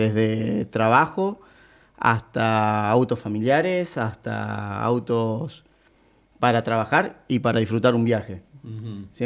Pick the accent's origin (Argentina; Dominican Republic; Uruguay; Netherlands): Argentina; Rafaela, Santa Fe; Bueno, nosotros somos de Rafaela, allá hay Didi, con un Didi